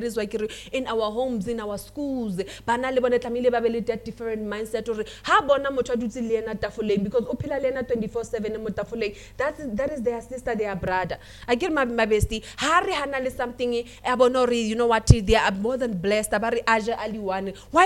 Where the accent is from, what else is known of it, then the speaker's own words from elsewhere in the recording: South Africa; I love being a South African.